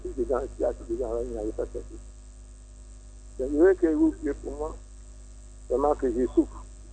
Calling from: Dabou, Lagunes, Côte d’Ivoire; J'appelle de Dabou.

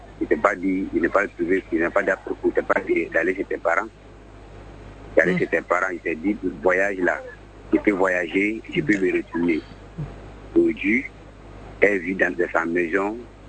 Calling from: Abidjan, Côte d’Ivoire; Actuellement, je suis à Abidjan.

